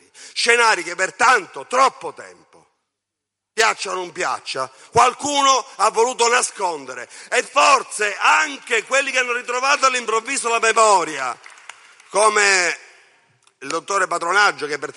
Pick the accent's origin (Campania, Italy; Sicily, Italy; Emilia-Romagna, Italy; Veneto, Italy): Sicily, Italy; Palermo; e personalmente io conosco da palermitano